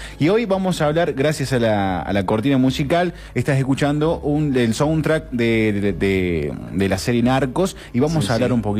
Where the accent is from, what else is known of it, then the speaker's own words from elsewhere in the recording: Argentina; como argentino tenemos esta droga tan peligrosa